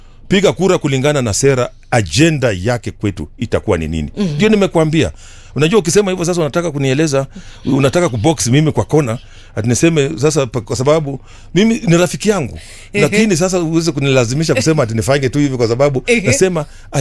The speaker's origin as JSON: {"language": "Swahili", "region": "Western Kenya", "country": "Kenya"}